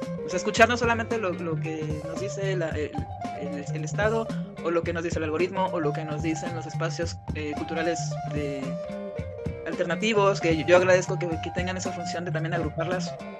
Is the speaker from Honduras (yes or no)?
no; northern Mexico, Mexico; yo como buena norteña no crecí con nada del sonidero